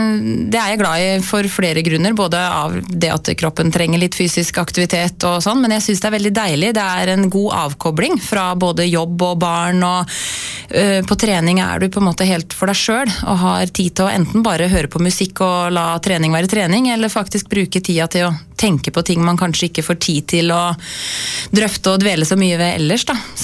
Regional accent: Fredrikstad, Østfold, Norway; born there; also born or lived in Sarpsborg; Jeg egentlig er født i Fredrikstad og bodde der til jeg var 10. Og så havna jeg over på andre siden av Rollsøybrua. Jeg har bodd rett på hver sin side av brua egentlig, mesteparten av livet mitt.

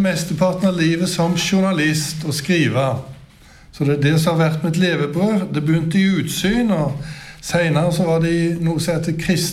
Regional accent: Tysvær, Rogaland, Norway; så växte jag upp på en gård bort i Tysvær som ligger 3 mil ifrån Haugesund. Där hade jag min barndomshem. Och jag var faktiskt odelsgutt hemma på gården också. Men jag blev aldrig någon bonde.

